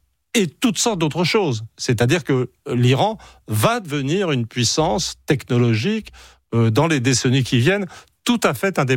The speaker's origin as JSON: {"language": "French", "country": "France", "said": "la réalité, c'est que je suis un Français rien d'autre, et un occidental, je dirais, vraiment."}